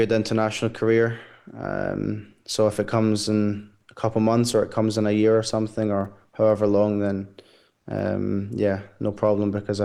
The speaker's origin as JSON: {"language": "English", "town": "Glasgow", "region": "Scotland", "country": "United Kingdom", "tie": "born or raised there", "said": "I'm born and raised in Glasgow, and yeah, I certainly feel that I'd want to play for Scotland."}